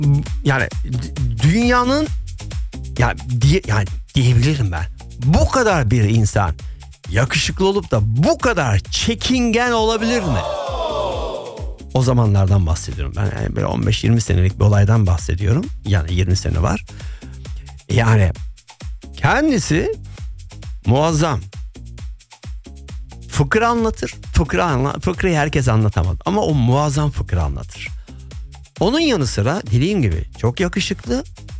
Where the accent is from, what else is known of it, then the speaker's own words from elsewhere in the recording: İzmir, Turkey; Senle beni karıştırmasınlar, biz de böyle hafiften İzmirliyiz.